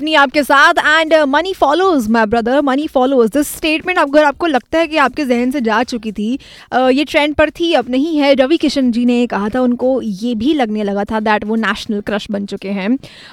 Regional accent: Punjab, India; मैं पंजाब की पली बड़ी हूँ

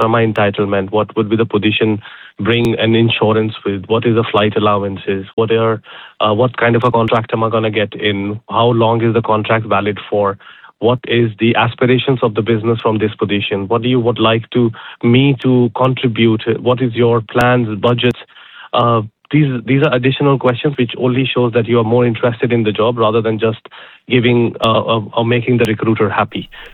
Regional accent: India; like I am from India, and if somebody asks me, okay, what's your airport? So I should choose the nearest airport to my city.

